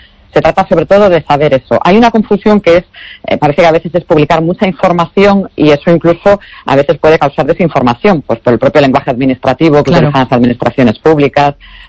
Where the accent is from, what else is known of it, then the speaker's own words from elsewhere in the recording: Galicia, Spain; que afortunadamente se celebra en Galicia y que yo como gallega, aunque ahora esté al frente de una responsabilidad estatal, me parece una noticia extraordinaria.